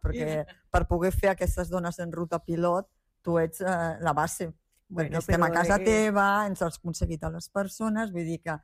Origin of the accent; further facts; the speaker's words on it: Colombia; now in Argentina; No, yo estoy incluida también en el grupo de los argentinos, pero yo soy colombiana.